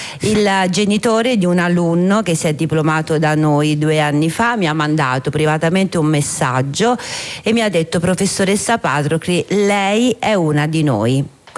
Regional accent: Lazio, Italy; Sono 60 chilometri ad andare e 60 a tornare rispetto al mio paese in provincia di Rieti

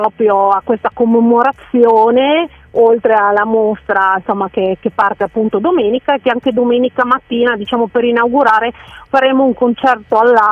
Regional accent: Magnano in Riviera, Friuli-Venezia Giulia, Italy; anche per noi che siamo di Magnano e Riviera

